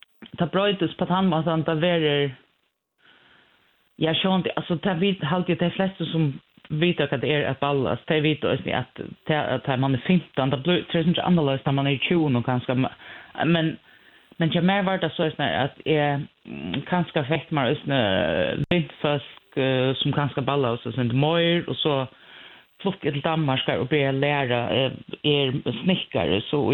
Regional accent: Klaksvík, Faroe Islands; Swedish is a second language; och jag kommer från Klagsvik. Jag är 48

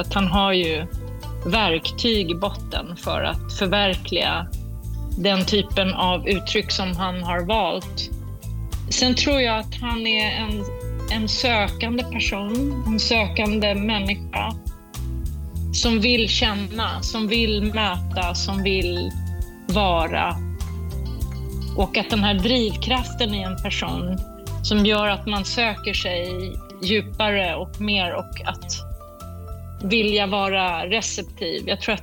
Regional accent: Sweden; och han är från Kanada och jag är från Sverige, och han är född närmare min mamma än mig. Vi har olika kultur, olika religion.

